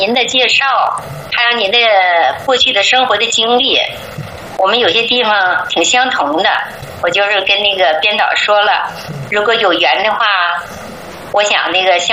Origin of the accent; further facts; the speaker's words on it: Dalian, Liaoning, China; born there; now in Beijing, China; 我那个现在户籍是北京户籍，但是我的出生地是在大连。